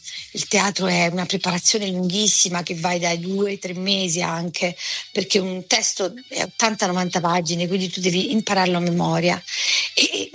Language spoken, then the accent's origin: Italian; Torre Annunziata, Campania, Italy; also born or lived in Naples; now in Rome, Italy; da quando ero ragazzina a Torre Annunziata, che è in provincia di Napoli, fino ad arrivare da Napoli a Roma